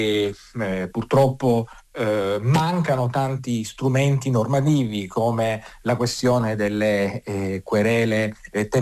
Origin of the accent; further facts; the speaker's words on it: Sicily, Italy; in una terra martoriata, la Sicilia, che ha vissuto e visto con i propri occhi quei morti ammazzati nelle strade della mia terra